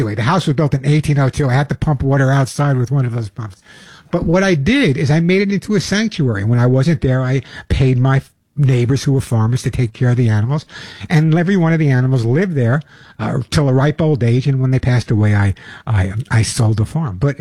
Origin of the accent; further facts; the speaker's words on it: New York, United States; I grew up on Long Island. I know you can't tell. I grew up on Long Island, and basically all my friends, the neighbor had dogs